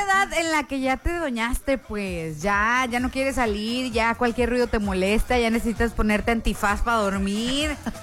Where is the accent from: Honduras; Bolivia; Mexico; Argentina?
Mexico; somos el futuro de México